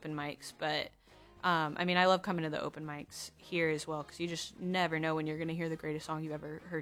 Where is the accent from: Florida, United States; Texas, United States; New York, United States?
Texas, United States; also born or lived in Dallas area; I grew up outside of Houston.